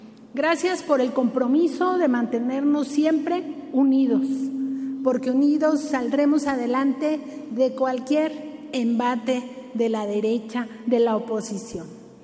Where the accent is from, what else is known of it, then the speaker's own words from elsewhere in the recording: Mexico; Somos más mexicanos que nunca